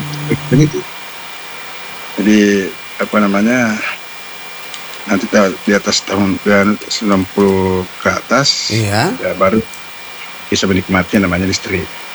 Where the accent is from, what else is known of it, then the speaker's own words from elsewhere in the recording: Bone, South Sulawesi, Indonesia; moved away; Saya tuh di desa kampung saya termasuk listrik tahun 80-an.